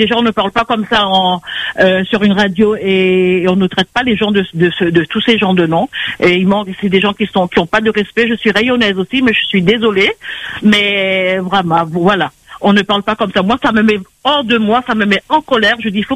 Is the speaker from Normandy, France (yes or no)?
no; Cergy, Île-de-France, France; Je suis du Cergy, de Cergy.